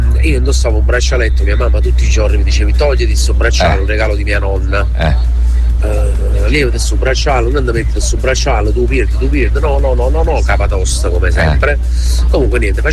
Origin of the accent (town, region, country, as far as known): Pozzuoli, Campania, Italy; born there